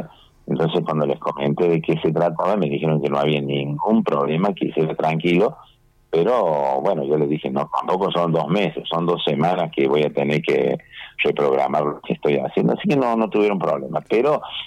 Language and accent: Spanish; Córdoba, Argentina; born there; Sí, yo nací en Córdoba Capital.